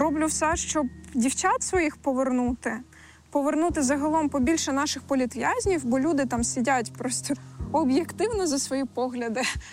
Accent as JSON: {"language": "Ukrainian", "region": "Crimea", "country": "Ukraine", "tie": "born or raised there", "said": "мого рідного Криму"}